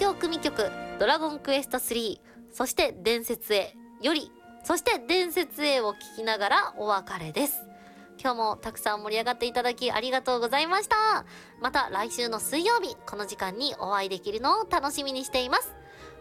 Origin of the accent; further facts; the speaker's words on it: Yamanashi, Japan; こちらもぜひ山梨、私の地元でございます、遊びに来てくれたら嬉しいです